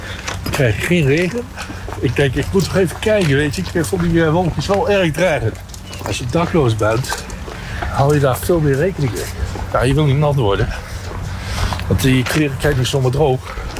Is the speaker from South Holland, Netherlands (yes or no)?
no; Nijmegen, Gelderland, Netherlands; Ja, ik ben geboren in Nijmegen, getogen. En ik ben aan de overkant geboren.